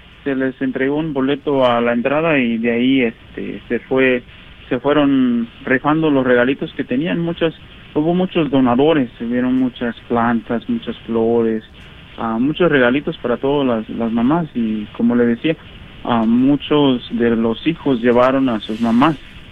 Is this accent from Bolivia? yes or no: no; Tindú, Mexico; moved away; está enterrada en mi pueblo, en Tindú